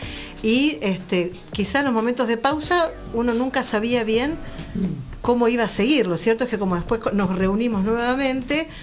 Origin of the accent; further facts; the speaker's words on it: La Plata, Buenos Aires Province, Argentina; Como buena platense, cantaba folclore, música rioplatense